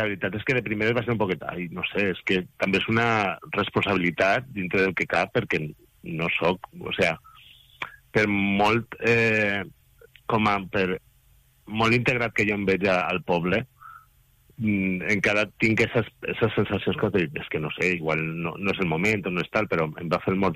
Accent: Guardamar, Valencian Community, Spain; també la pots trobar en el meu poble, en Guardamar

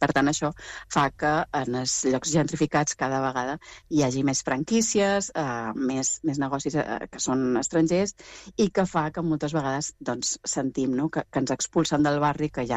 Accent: Balearic Islands, Spain; jo venc de Mallorca, tota la meva vida ens han dit que nosaltres vivim del turisme

